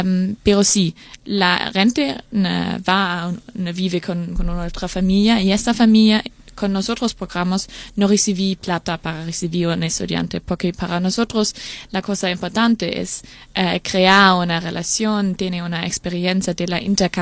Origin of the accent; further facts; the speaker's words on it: Germany; Spanish is a second language; moved away as an adult; also born or lived in Denmark; now in Uruguay; soy de Alemania. Y acá en Uruguay soy una pasante de una organización